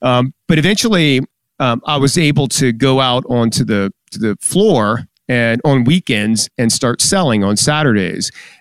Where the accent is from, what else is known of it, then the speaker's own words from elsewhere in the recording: Baton Rouge, Louisiana, United States; And then, you know, kind of growing up in Baton Rouge, everybody in my neighborhood was in a band.